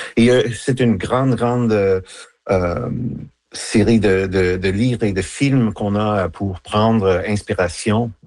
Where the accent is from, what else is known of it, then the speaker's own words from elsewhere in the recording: Quebec, Canada; first language English; French is a second language; J'écris en anglais, certainement, parce que c'est ma langue maternelle, même si je suis québécois dans mon esprit.